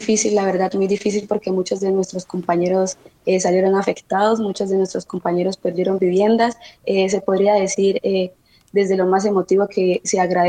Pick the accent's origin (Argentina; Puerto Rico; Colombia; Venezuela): Colombia; now in Palmira, Colombia